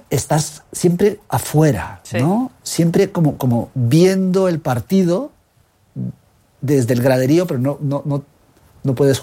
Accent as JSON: {"language": "Spanish", "country": "Guatemala", "tie": "born or raised there", "said": "Entonces, creciendo en Guatemala, en un país totalmente católico, ¿no? En una comunidad tan pequeña, donde había tan poco judío, fue muy extraño. Porque todos mis amigos, en el colegio eran católicos."}